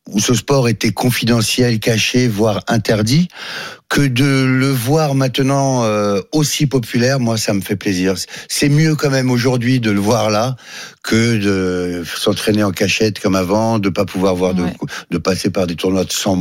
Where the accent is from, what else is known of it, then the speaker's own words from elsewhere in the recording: Paris, Île-de-France, France; Non, je suis parisien